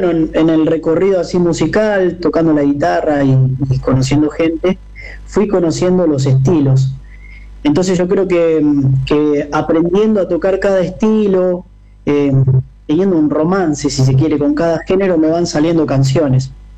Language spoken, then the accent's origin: Spanish; Rosario, Santa Fe, Argentina; yo vengo soy oriundo de Rosario, más o menos del barrio de La Sexta, que está cerca de la ciudad universitaria, cerca del puerto.